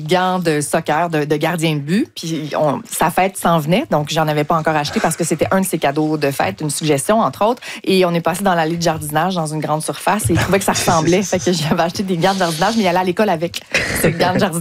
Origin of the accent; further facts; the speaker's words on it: Charlevoix, Quebec, Canada; moved away; Dans ma région natale de Charlevoix